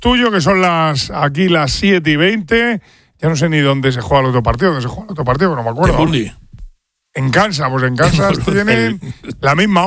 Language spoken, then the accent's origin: Spanish; Spain; pero nosotros somos los españoles, les hemos ganado las últimas tres veces.